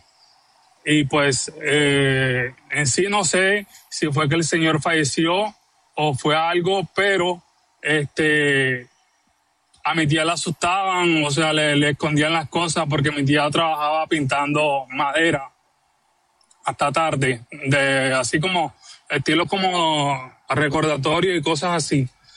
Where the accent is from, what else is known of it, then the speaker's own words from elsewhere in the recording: Barranquilla, Atlántico, Colombia; Yo soy de Barranquilla. Mi abuelo tiene una casa en el barrio Los Andes